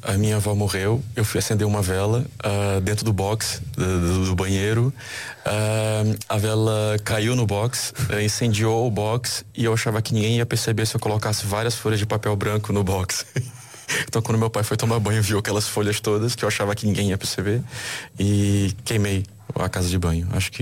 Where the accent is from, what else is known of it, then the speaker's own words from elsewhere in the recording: Maranhão, Brazil; toda vez que eu posso falo muito sobre a minha terra, sobre o Maranhão, que é um lugar muito, muito, muito bonito.